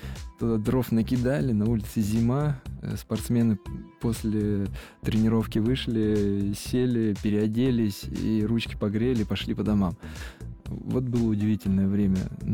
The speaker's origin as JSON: {"language": "Russian", "town": "Yekaterinburg", "region": "Sverdlovsk Oblast", "country": "Russia", "tie": "born or raised there", "said": "Я родился в Верхесецком районе, Виз, название интересное такое, Виз. Там заводы, общаги. Я жил на улице Ключевская."}